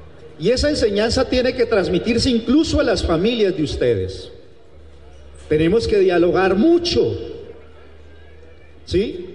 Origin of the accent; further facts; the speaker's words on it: La Esmeralda, Colombia; Yo soy oriundo de La Esmeralda